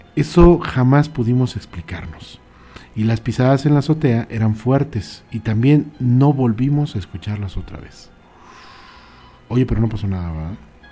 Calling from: Contla, Tlaxcala, Mexico; de Contla.

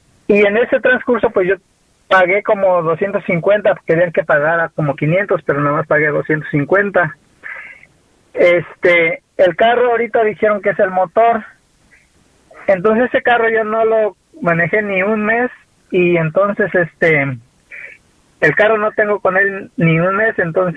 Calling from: South Carolina, United States; Yo soy del Sur Carolina, pero es en Norte Carolina.

